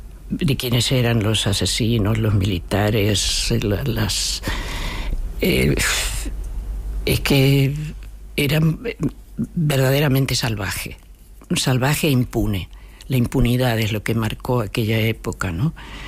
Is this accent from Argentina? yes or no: yes; Argentina; born there; moved away